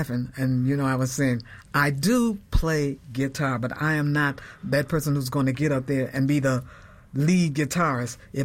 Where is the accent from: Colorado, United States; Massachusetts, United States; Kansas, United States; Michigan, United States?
Michigan, United States; Detroit; moved away as an adult; also born or lived in California; I left Detroit. I was born and raised in Detroit.